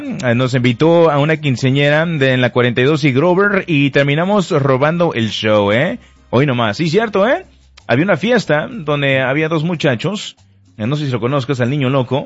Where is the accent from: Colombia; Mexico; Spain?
Mexico; Puebla; soy de Puebla, tengo que ir de Puebla, ¿eh? No me agüito, carnal, puro camotero